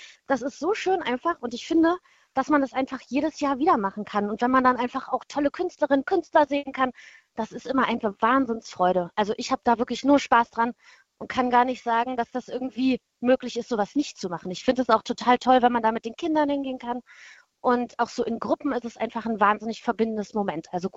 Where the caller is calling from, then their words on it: Halle, Saxony-Anhalt, Germany; ich komme aus Halle.